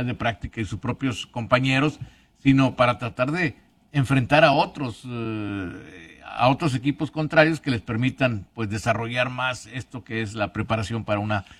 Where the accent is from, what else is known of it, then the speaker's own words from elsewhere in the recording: Mexico; si todos somos mexicanos